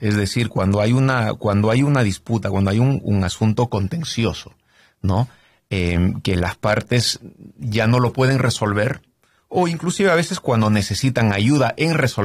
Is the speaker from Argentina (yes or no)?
no; Saskatoon, Saskatchewan, Canada; Yo soy de Saskatoon, Saskatchewan.